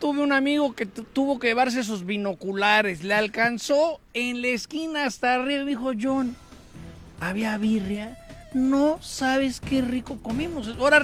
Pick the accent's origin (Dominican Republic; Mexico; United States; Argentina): Mexico; como mexicano, lo vuelvo a decir, te parte el alma.